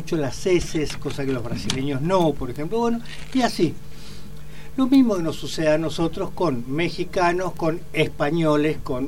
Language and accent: Spanish; Mendoza, Argentina; No soy chileno, soy mendocino.